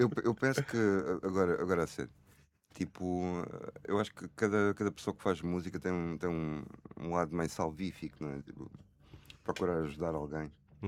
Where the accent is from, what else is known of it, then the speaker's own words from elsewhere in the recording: Setúbal, Portugal; also born or lived in Lisbon; eu fugi de onde eu cresci, que foi em Setúbal, sou lisboeta, mas cresci lá